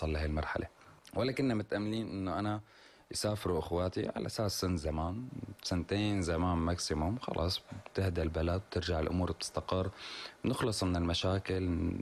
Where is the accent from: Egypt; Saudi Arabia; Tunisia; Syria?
Syria; إمتى بدي حاول بلش بمشروع بقلب بلدي؟ يمكن لبعدين ما يصح لي أني أنا ابن البلد ساوي.